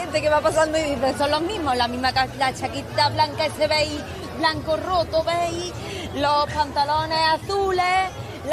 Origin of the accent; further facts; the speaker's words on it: Córdoba, Andalusia, Spain; Pues soy de Córdoba, soy autóctona de aquí. Yo reivindico que la mujer cordobesa puede ser como sea, rubia, con los ojos azules.